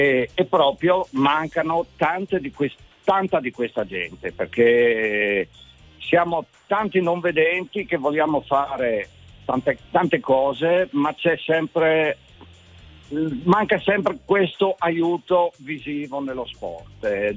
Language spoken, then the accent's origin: Italian; Friuli-Venezia Giulia, Italy